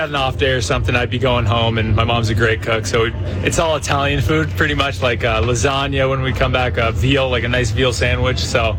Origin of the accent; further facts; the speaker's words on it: Ontario, Canada; moved away as an adult; also born or lived in Oklahoma; I grew up in the suburbs of Toronto and then going to a town of like 800 people.